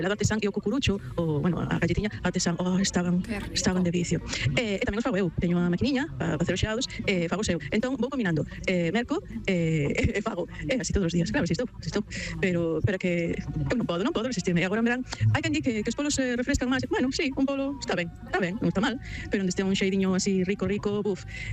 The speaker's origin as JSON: {"language": "Galician", "town": "Lugo", "region": "Galicia", "country": "Spain", "said": "biquiños a todos"}